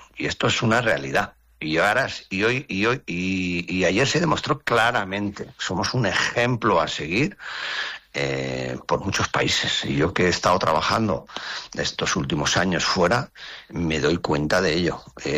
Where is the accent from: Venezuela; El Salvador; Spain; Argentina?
Spain; Catalonia; now in Tarragona, Spain; Mira, yo soy catalán, ¿vale? Yo soy catalán y vivo en Tarragona, que es Cataluña, ¿no?